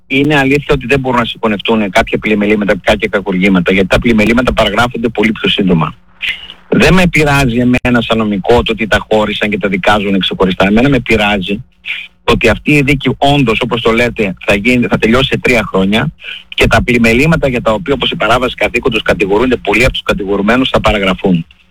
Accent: Serres, Central Macedonia, Greece; αυτό το βλέπω από εδώ από την πόλη μου της Σέρρες

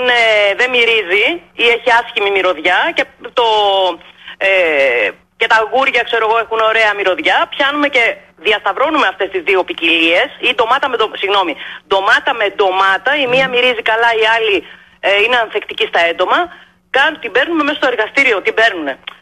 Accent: Heraklion, Crete, Greece; Την πόλη μου άντε να υπάρχουν 20, εγώ σου λέω, σε 250.000 κατοίκους του Ηρακλείου.

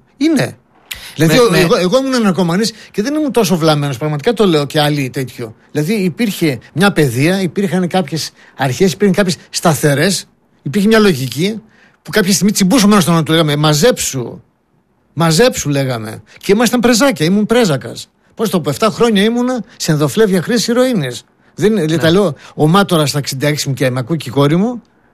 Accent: Greece

